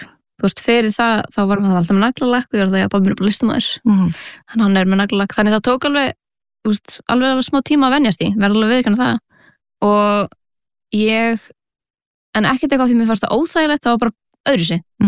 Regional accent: Reykjavík, Capital Region, Iceland; ég ólst upp eða fættist í Reykjavík og haf alltaf búið hér bjó fyrstu 7 ár æfuminar á Baldurskötunni neyri bæ og svona miðbæjar barn, mjög típist miðbæjar barn

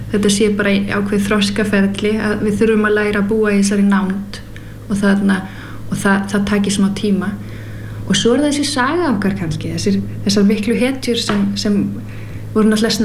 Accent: Denmark; now in Iceland; nú er ég alin upp í Danmörku og það er það mjög sjaldan að þú verður fyrir reiði í opinberu rými

